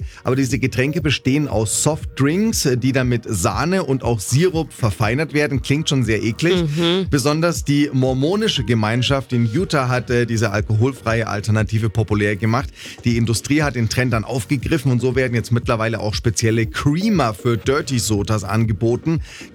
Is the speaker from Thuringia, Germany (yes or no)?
no; Erlangen, Bavaria, Germany; im Übrigen in der Bergkirch bei Erlangen bei Nürnberg. Das ist ja quasi wie das 2. Oktoberfest, ne, aus meiner Heimat.